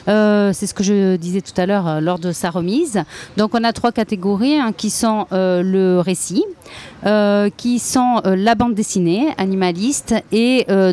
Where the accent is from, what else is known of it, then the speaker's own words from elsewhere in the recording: South-West France, France; Moi je viens du sud-ouest avec toute la tradition tauromachique mais aussi la tradition de la chasse, et qui est liée à des événements très festifs qui soudent en fait énormément les villes village. Moi, je viens de la campagne